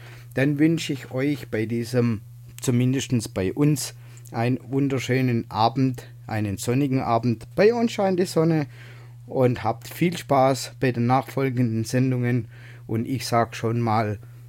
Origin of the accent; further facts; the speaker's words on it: Baden-Württemberg, Germany; accent: Baden-Württemberg dialect; Ja, ich komme aus dem Süden Deutschlands, aus dem schönen Baden-Württemberg. Man hört es vielleicht auch am Dialekt.